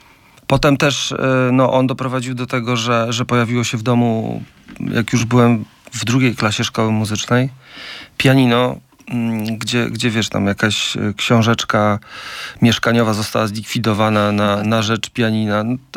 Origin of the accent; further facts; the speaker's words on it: Lublin, Lublin Voivodeship, Poland; ja pochodzę z Lublina, nie było najłatwiej.